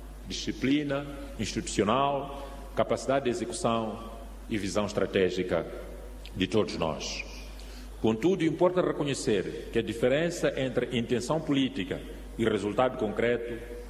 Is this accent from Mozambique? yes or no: yes; Mozambique